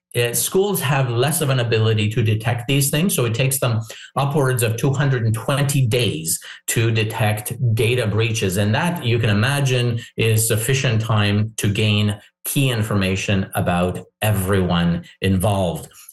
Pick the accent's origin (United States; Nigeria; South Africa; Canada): Canada; it's our right as Canadian parents to ask these questions.